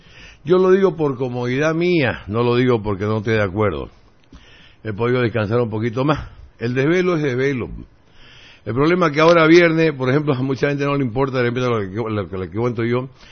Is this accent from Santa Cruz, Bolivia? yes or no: yes; Santa Cruz, Bolivia; Soy regionalista porque quiero a mi región, y siempre lo he dicho. Mi patria es Santa Cruz, pero soy boliviano.